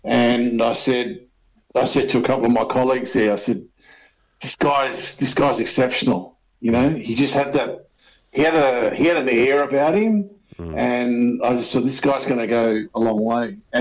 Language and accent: English; Darwin, Northern Territory, Australia; born there; moved away as an adult; also born or lived in Innisfail / Thursday Island / Melbourne; I was born in Innisfail, but I grew up on Thursday Island for about 6 or 7 years, and then moved to Darwin, where I spent my formative years